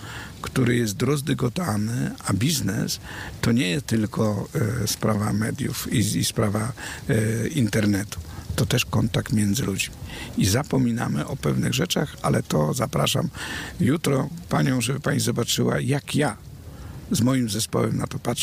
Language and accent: Polish; Karpacz, Lower Silesian Voivodeship, Poland; A ja sam pochodzę z takiej miejscowości jak Karpacz, gdzie kiedyś to była wioska, nie miasto